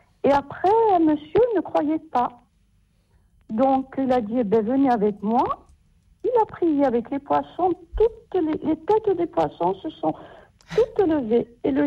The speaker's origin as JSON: {"language": "French", "region": "Corsica", "country": "France", "said": "je regardais à church, comme on disait chez nous en Corse, à church."}